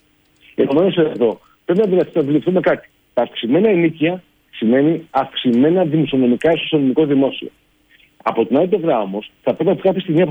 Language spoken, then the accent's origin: Greek; Patras, Western Greece, Greece; Δεν θα πάω στους πολιτικούς μηχανικούς Αθήνας, θα πάω στην Πάτρα, που είμαι από την Πάτρα.